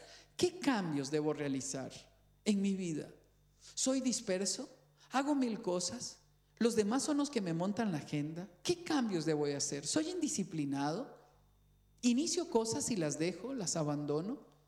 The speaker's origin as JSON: {"language": "Spanish", "town": "Cañas", "region": "Guanacaste", "country": "Costa Rica", "tie": "born or raised there", "said": "Yo soy de Cañas, de una tierra rural. Andábamos en botas de hule, nadábamos entre los ríos. Crecí en una casa de madera donde teníamos bacenilla porque el servicio sanitario estaba allá afuera."}